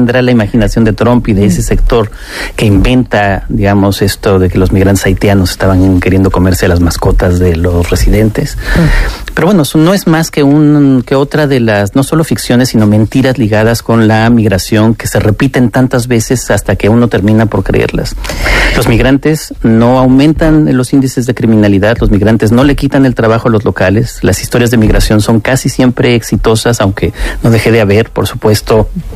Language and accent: Spanish; Spain; also born or lived in United States; Bueno, soy también español y no siempre me he sentido en España, tengo que decirlo, absolutamente acogido